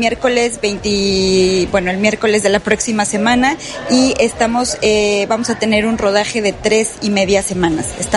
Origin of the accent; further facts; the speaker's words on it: Xalapa, Veracruz, Mexico; yo crecí aquí en Jalapa, cercana al puerto, realmente, aunque como todos saben, Jalapa es un mundo muy distinto, ¿no?, al puerto de Veracruz